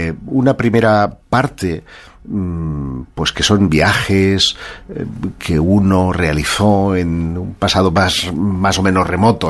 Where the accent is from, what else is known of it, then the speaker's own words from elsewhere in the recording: Terrassa, Catalonia, Spain; Ese es mi ciudad natal.